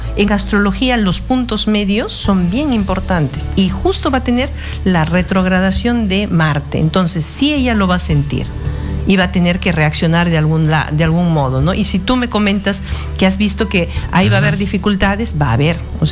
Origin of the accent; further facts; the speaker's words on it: Huánuco, Peru; yo soy de Huánuco